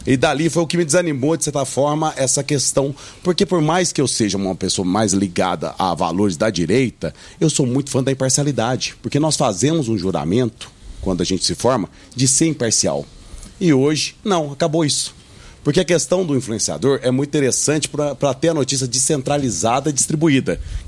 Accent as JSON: {"language": "Portuguese", "town": "Varginha", "region": "Minas Gerais", "country": "Brazil", "tie": "born or raised there", "said": "Eu tava sendo homenageado lá ontem em Varginha, lá, minha terra natal."}